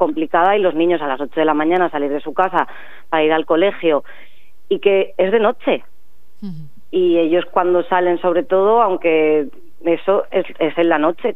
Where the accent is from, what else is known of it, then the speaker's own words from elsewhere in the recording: Ceuta, Spain; a nosotros como ceutíes, como ciudadanos españoles